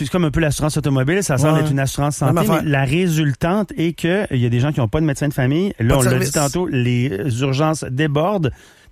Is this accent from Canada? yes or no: yes; Quebec, Canada; en tant que Québécois